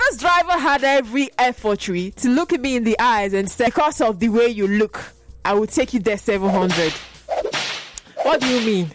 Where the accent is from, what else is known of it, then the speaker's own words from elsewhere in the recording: Nigeria; as a Nigerian